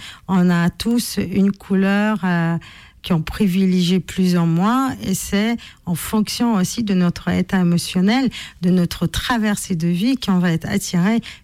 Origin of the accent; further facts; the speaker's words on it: Poland; first language Polish; French is a second language; Et je dirais même « Dziękuję bardzo ». Donc c'est ma langue natale.